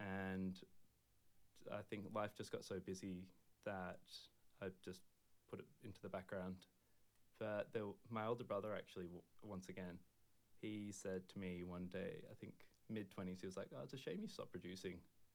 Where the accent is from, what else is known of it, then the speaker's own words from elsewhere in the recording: Singapore; also born or lived in Australia; So it was definitely growing up in Singapore as well, just being exposed to all of Southeast Asia and all the culture.